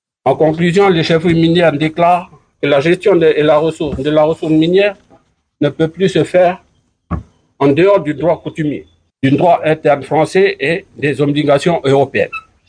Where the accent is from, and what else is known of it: Akiti, New Caledonia